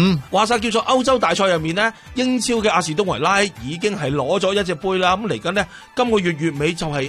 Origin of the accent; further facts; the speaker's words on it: Canada; 对于我哋加拿大人，我一路都讲啦，要支持 Montreal Canadiens。